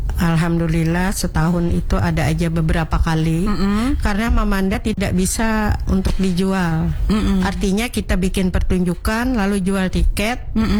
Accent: South Kalimantan, Indonesia; Kita dari Hulu Sungai.

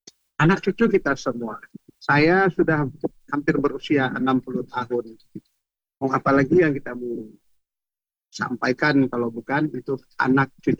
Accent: Aceh, Indonesia; kita sebagai orang Aceh

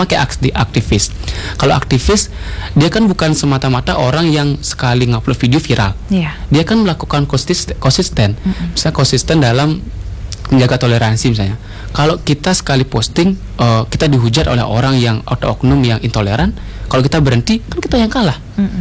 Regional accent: Bali, Indonesia; aku orang Bali loh, aku orang Hindu

